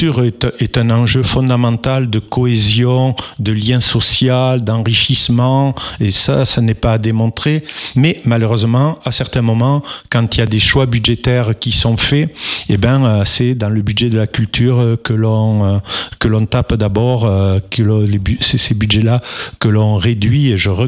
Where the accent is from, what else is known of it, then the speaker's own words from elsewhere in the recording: Mirepoix, Occitanie, France; Vous savez, je suis de Mirepoix, oui.